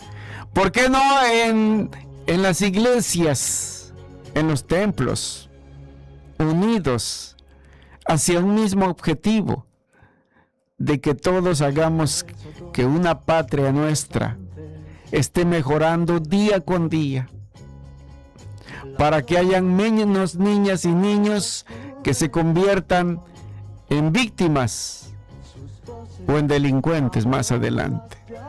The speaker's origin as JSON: {"language": "Spanish", "country": "Mexico", "said": "que sigamos siendo los mexicanos"}